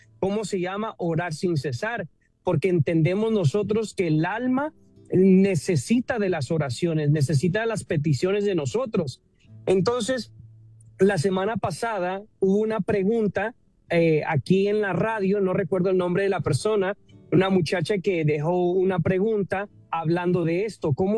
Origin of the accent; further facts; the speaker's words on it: Mexico; now in California, United States; yo, mi familia somos de México, ¿verdad? Yo radico aquí en el estado de California, pero en México, específicamente Michoacán